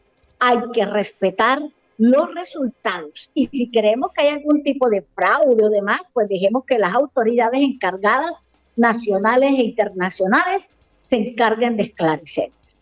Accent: Colombia; nosotros los colombianos somos los que mantenemos esas paredes

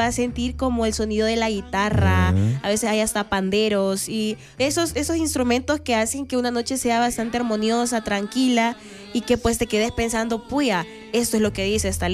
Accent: El Salvador

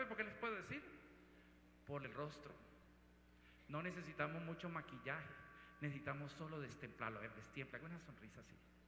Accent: Colombia; como decimos en Colombia, con caché.

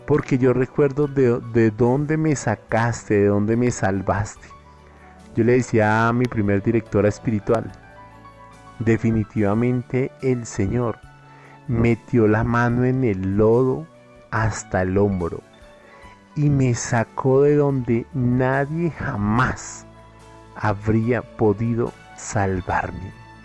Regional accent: Colombia; Ten piedad de nosotros como colombianos.

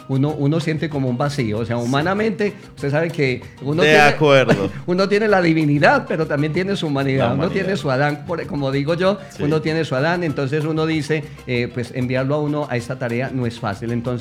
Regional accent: Angostura, Antioquia, Colombia; now in Medellín, Colombia; yo soy de un pueblo, soy de Angostura, precisamente cuando me presenté al seminario, porque yo ya llevaba 12 años viviendo acá

